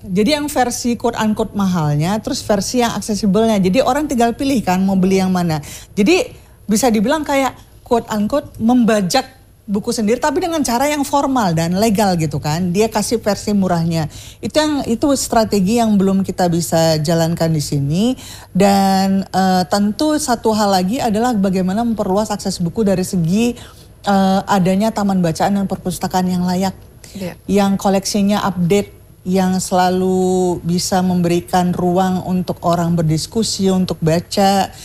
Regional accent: Medan, North Sumatra, Indonesia; itu aku putuskan untuk donate ke taman bacaan dan perpustakaan yang ada di Sumatera Utara karena aku dari Medan

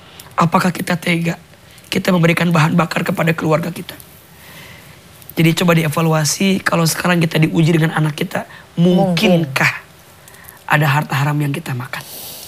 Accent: Garut, West Java, Indonesia; Ah saya bilang gak mungkin mah kita orang kampung, orang desa. Kan saya dari Garut ya. Dari Garut ke Jakarta kan jauh waktu itu.

